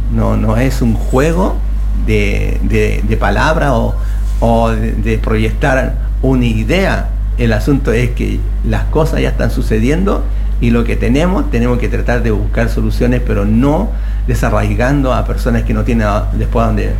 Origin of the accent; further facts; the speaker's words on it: Santiago, Santiago Metropolitan Region, Chile; now in Antofagasta, Chile; yo soy de Santiago, llevo más de 40 años acá en Antofagasta, he vivido procesos duros, difíciles, procesos bien positivos, pero yo vengo de Santiago, de la población La Bandera.